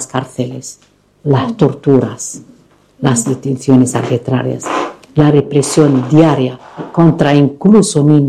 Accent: Western Sahara; pero es mi tierra.

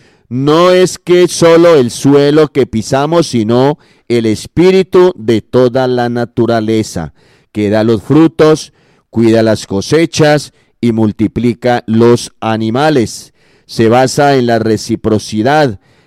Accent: Huila, Colombia; nosotros como huilenses, como colombianos

